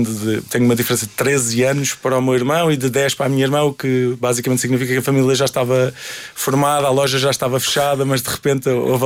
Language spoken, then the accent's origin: Portuguese; Portugal; born there; eu nasci em Portugal, nasci numa fase de maior acalmia financeira